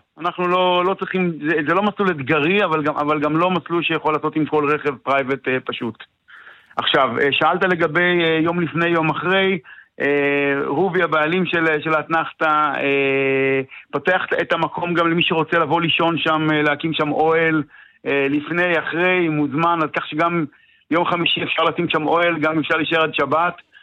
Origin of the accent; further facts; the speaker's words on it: HaYogev, Northern District, Israel; אני במקור בן מושב היוגב, כשחזרנו למושב, היינו חברי קיבוץ מידו במשך 15 שנה, כשחזרנו למושב לפני 3 שנים